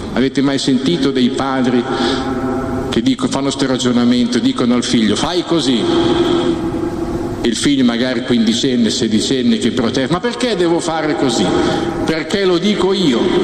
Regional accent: Emilia-Romagna, Italy; Uno della nostra terra, viene fuori qualcosa di buono anche dall'Emilia Romagna

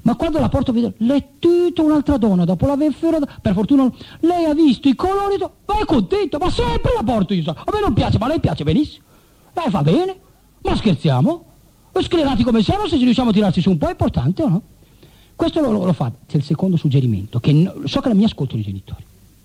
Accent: Milan, Lombardy, Italy; io sono milanese

